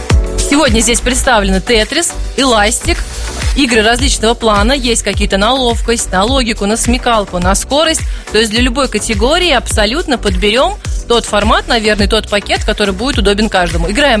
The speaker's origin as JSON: {"language": "Russian", "town": "Orenburg", "region": "Orenburg Oblast", "country": "Russia", "said": "Мы из Оренбурга добрались прекрасно."}